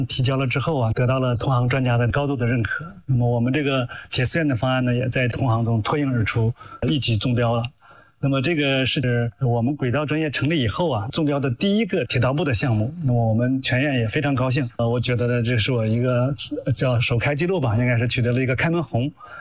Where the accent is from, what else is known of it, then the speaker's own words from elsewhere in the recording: China; 我觉得我们中国人的工程师应该有自己的智慧，